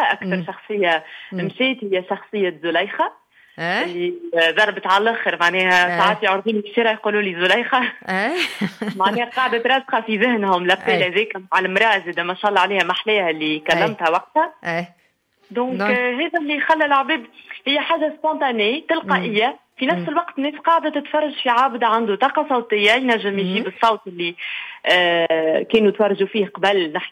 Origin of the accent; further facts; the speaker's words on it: Tunisia; accent: Tunisian; كما نقولوا بلهجتنا التونسية